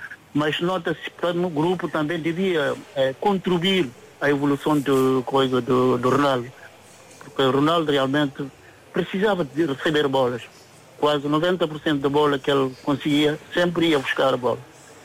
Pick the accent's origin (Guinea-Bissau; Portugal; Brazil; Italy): Guinea-Bissau; Portanto, eu não sou português, sou guinense, mas sentimos na pele porque não somos da colónia portuguesa.